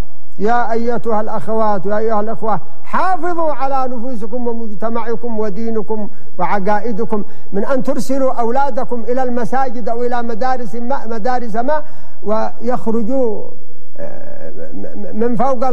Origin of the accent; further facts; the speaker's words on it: Yemen; عندنا في اليمن